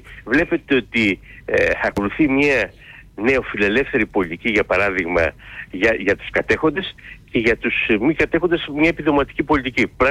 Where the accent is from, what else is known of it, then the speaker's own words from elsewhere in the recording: Eastern Macedonia and Thrace, Greece; Έτσι λένε και στην πατρίδα μου επάνω στον Εύρο.